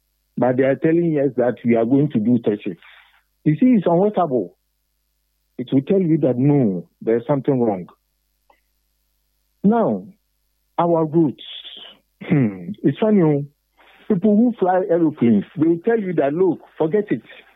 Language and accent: English; Sekondi-Takoradi, Western Region, Ghana; Those of us, as I'm saying, are born and bred here, live here almost throughout our lives.